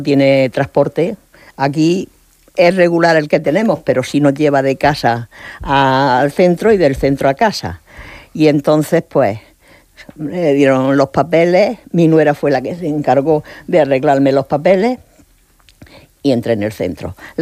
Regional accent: Cartagena, Region of Murcia, Spain; moved away as an adult; now in Murcia, Spain; hace 20 años que soy de Cartagena, me vine de Cartagena a Murcia porque mis hijos ya terminaron sus carreras, se casaron en Murcia, vivían en Murcia

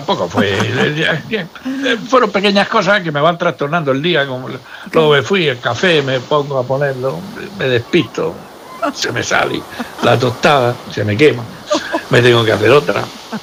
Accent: Region of Murcia, Spain; Y si viviéramos en Galicia, los murcianos, no saldríamos al portal de la calle

